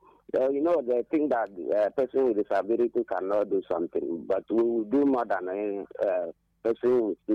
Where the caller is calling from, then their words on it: Enugu State, Nigeria; I'm calling you from Nkanu East, Enugu State.